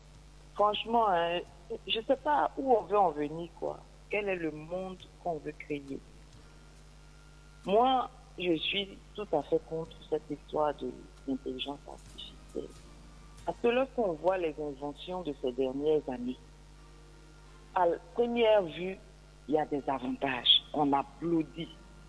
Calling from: Côte d’Ivoire; chez nous en Côte d'Ivoire

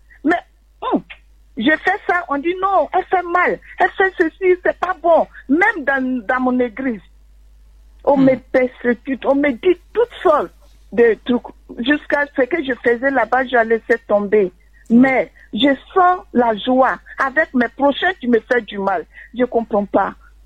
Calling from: Abidjan, Côte d’Ivoire; J'appelle de Abobo.

